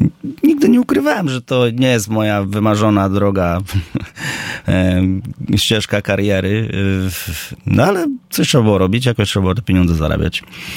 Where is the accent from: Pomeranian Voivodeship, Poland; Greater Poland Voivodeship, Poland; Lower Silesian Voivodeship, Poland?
Lower Silesian Voivodeship, Poland; Wołów; now in Wiesbaden, Germany; Z Wołowa, spod Wrocławia.